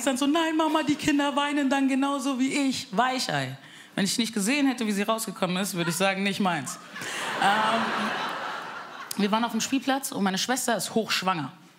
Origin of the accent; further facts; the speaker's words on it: Bavaria, Germany; Ich bin aus Frankfurt. Spaß, ich bin eigentlich aus Bayern.